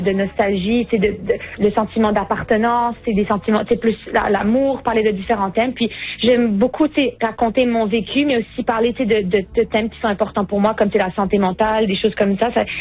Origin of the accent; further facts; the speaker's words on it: Ottawa, Ontario, Canada; Et je suis née à Ottawa, j'ai grandi à Ottawa, mais j'ai des origines belges et libanaises aussi.